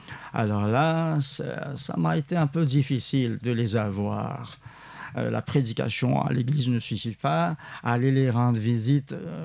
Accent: Antananarivo, Analamanga, Madagascar; et maintenant il est prêtre, dans le diocèse d'où je venais, de Tana.

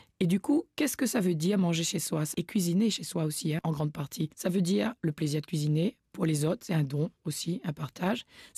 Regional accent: Réunion; Moi, en tant que réunionnaise

